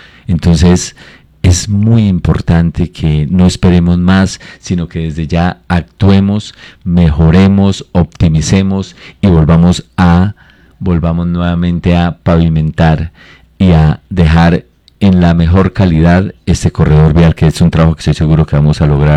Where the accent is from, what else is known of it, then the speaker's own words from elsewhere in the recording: Samacá, Boyacá, Colombia; también va a venir aquí a Samacá, va a consumir el agua de Samacá. Entonces, el amor que yo siento por mi tierra me lleva a que no descanse un solo segundo